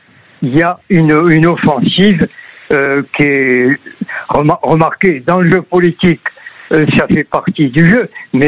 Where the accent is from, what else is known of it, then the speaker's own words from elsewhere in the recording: France; chez nous, en France